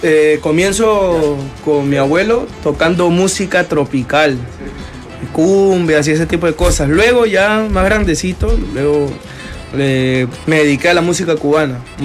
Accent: Peru; si yo soy peruano?

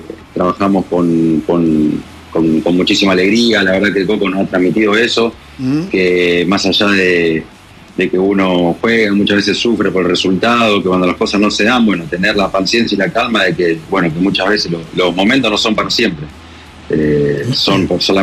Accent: Rosario, Santa Fe, Argentina; moved away; yo soy de Rosario y me llevaron a San Lorenzo

